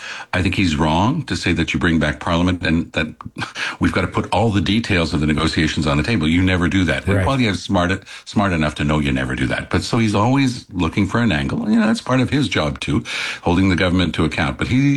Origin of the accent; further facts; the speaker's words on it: Quebec, Canada; I get it. I come from Quebec. I know that politicians here behave badly sometimes to get stuff on side, and it's very different from the rest of Canada.